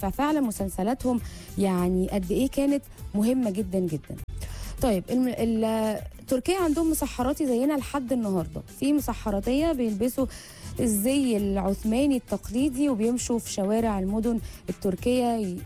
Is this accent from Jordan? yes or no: no; Egypt; قريبة مننا كمصريين